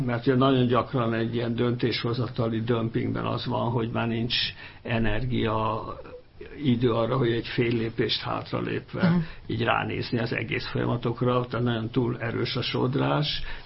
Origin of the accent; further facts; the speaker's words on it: Budapest, Hungary; Ide 8. kerületben születtem, ott élek azóta is, és ilyen nagy józsefvárosi lokálpatrióta vagyok.